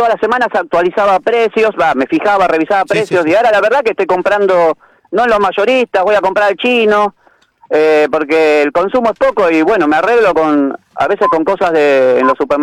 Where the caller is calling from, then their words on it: Berazategui, Buenos Aires Province, Argentina; el barrio acá en Berazategui